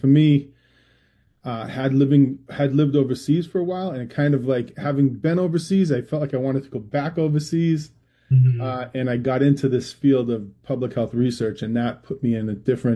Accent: Massachusetts, United States; I was a certified school teacher in the state of Massachusetts, living in my hometown

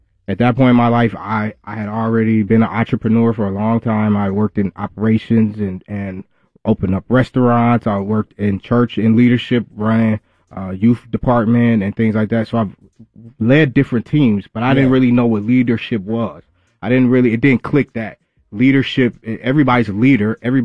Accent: Minneapolis, Minnesota, United States; now in Atlanta, United States; I grew up in Minneapolis, Southside, Minneapolis.

